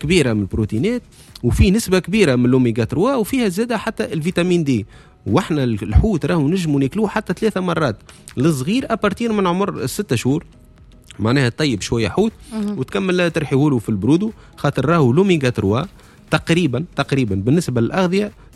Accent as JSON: {"language": "Arabic", "town": "Sfax", "region": "Sfax Governorate", "country": "Tunisia", "said": "احنا من صفاقس"}